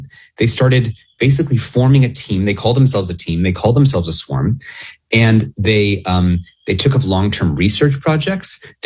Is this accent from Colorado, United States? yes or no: no; California, United States; so I'm from Silicon Valley.